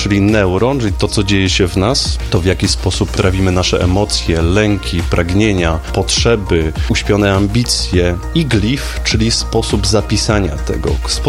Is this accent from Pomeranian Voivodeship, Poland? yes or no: no; Skawina, Lesser Poland, Poland; ze Skawiny, z mojego rodzinnego miasta